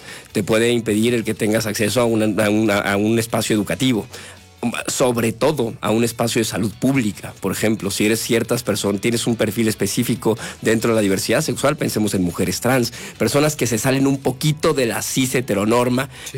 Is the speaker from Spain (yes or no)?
no; San Luis Potosí, Mexico; yo soy de San Luis.